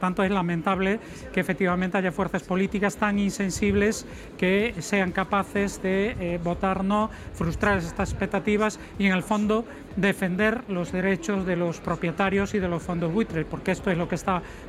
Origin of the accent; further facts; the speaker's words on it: Galicia, Spain; En mi país, en Galicia, lo que sucede es que el Partido Popular hace una política de vivienda favorable a los intereses de los especuladores.